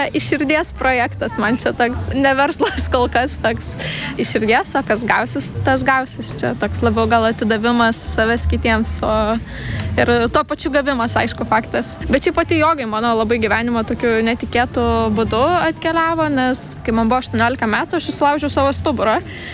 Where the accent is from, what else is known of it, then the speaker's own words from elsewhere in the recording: Kėdainiai, Kaunas County, Lithuania; moved away as an adult; also born or lived in Vilnius / Asia; grįšiu savo gimtąjį miestą Kėdainius. Tai aš truputuką taip mėtausi. Ir jo, būsiu tarp Kėdainių ir Vilniaus